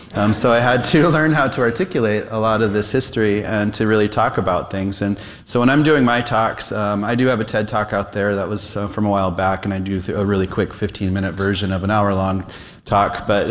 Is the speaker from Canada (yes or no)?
no; Pine Ridge Reservation, South Dakota, United States; growing up on Pine Ridge Reservation.